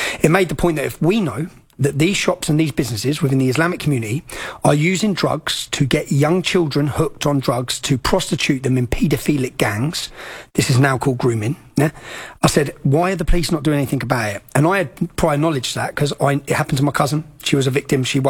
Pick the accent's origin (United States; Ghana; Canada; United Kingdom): United Kingdom; Luton, East of England; remember, Luton's only got 200,000 population. So you're talking 100,000 Muslims. This has all come from my hometown.